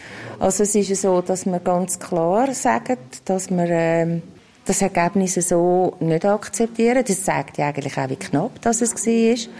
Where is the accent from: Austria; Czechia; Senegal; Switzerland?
Switzerland; Es ist aber mein Recht als Bürgerin oder als Schweizerin, dass ich meine Rechte weiter verfolge.